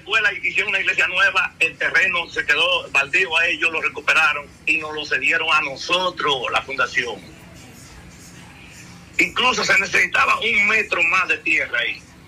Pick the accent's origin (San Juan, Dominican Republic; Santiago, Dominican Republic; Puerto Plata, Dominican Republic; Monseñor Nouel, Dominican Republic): Monseñor Nouel, Dominican Republic; Bonao; somos de Bonao y nos conocemos